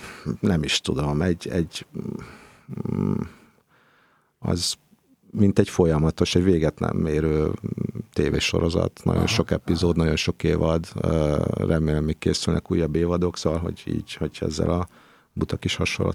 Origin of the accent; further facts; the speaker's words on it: Budapest, Hungary; Nem Budán születtem, de nyilván a legelső emlékeim is ide kötnek. Tehát itt gyerekeskedtem. Egészen késő kamaszkoromig itt éltem, mert most nem vagyok újlipótvárosi.